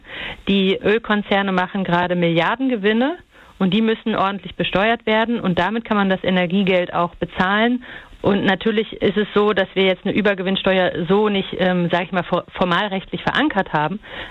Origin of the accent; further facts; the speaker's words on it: Freiberg, Saxony, Germany; Und ich muss sagen, ich bin in Freiberg aufgewachsen und ich kenne genau die Sorgen der Menschen, die sie ausgesprochen haben.